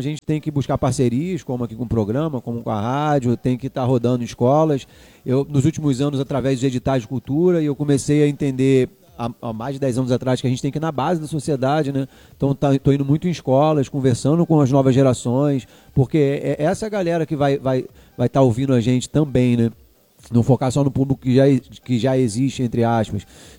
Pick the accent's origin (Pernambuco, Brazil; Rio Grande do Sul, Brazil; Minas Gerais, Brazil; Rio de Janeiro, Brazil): Rio de Janeiro, Brazil; Cabo Frio; Cabo Friense, Minhoca da Terra, que amo a minha terra